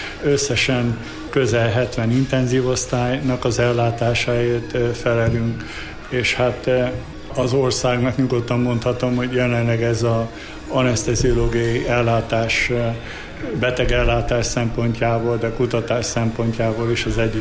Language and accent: Hungarian; Kisléta, Szabolcs-Szatmár-Bereg, Hungary; now in Debrecen, Hungary; én egy szabolcsi faluból származom, Kislétáról, aminek közös lelkésze van Kálósemjén meg Nyírbogát között